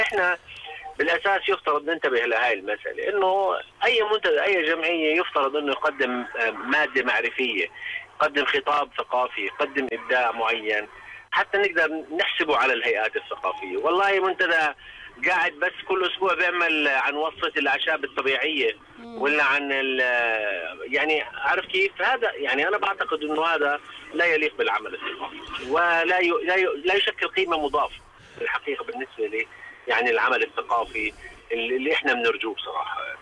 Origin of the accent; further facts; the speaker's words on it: Jordan; احنا في عندنا بالاردن